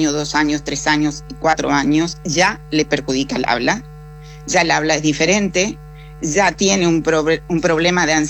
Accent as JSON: {"language": "Spanish", "region": "Chaco", "country": "Argentina", "also_born_or_lived": "Formosa", "said": "yo que soy criada, prácticamente yo soy de Chaco por todo lo que he pasado en la vida"}